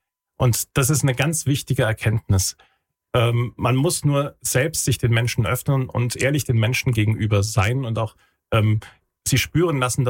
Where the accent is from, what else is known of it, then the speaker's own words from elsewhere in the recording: Westerwald, Germany; born there; moved away; also born or lived in Friedberg; ich bin gebürtiger Westerwälder. Ich ziehe jetzt wieder in die Nähe meiner Familie.